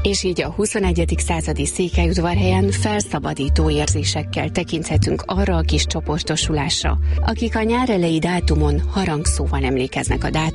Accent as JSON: {"language": "Hungarian", "country": "Romania", "tie": "born or raised there", "said": "Mi húsgombóc csorbán, zakuszkán és a Mihályella rajzfilmen nőttünk fel a határ másik oldalán."}